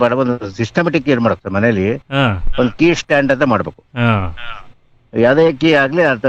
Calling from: Hunsur/Hassan district, Karnataka, India; ಹತ್ತಿ ಚೌಡದಳ್ಳಿ, ಹುಣಸಪುರ ತಾಲೂಕು, ಹಾಸನ ಜಿಲ್ಲೆ.

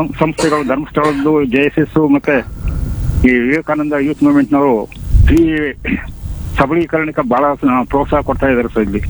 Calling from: Karnataka, India

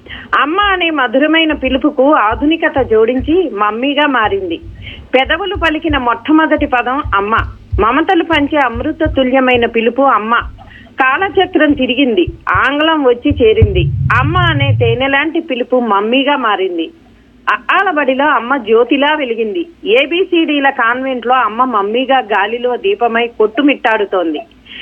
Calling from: Nunna, Andhra Pradesh, India; నేను విజయవాడ దగ్గర నున్నగ్రామ నుంచి … మాట్లాడుతున్నానండి.

